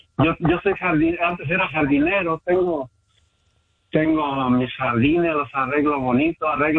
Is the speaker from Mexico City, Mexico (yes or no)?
no; Zapotitlán, Jalisco, Mexico; now in Rialto, United States; Pero soy de Zapotitlán, de Hidalgo, Jalisco.